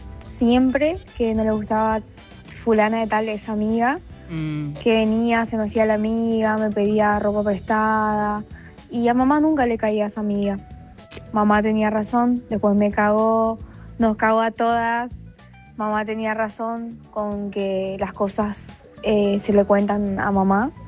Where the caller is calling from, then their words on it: Clorinda, Formosa, Argentina; Te hablo de Formosa, del interior de Formosa.